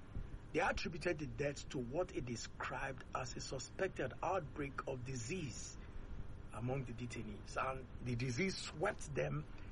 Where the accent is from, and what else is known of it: Nigeria